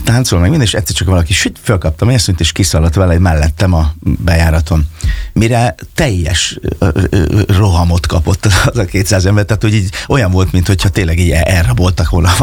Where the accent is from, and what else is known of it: Fényeslitke, Szabolcs-Szatmár-Bereg, Hungary; born or raised there; also born or lived in Kisvárda